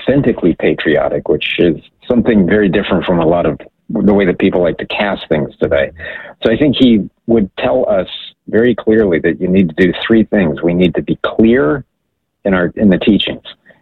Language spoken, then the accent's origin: English; Hawaii, United States; also born or lived in Germany; Born in Germany, grew up in Hawaii, military family.